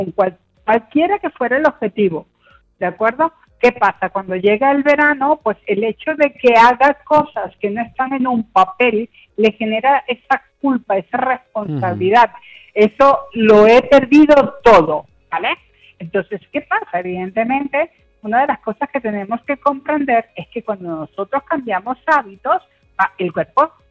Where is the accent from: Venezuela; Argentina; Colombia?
Venezuela; born there; yo nací en Venezuela, y entonces, claro, básicamente no teníamos veranos ni inviernos, teníamos épocas secas y de lluvia